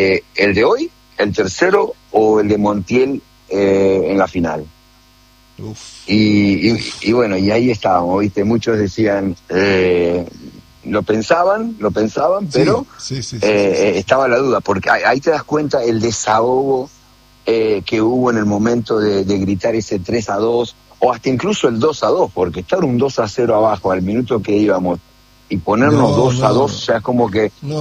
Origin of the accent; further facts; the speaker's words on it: Argentina; Hoy somos todos argentinos.